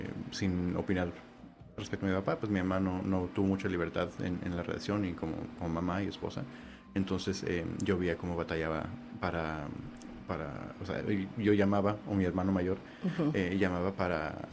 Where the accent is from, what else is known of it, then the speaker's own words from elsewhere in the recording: Mexico; Soy mexicano, mis papás nacieron crecieron en Tijuana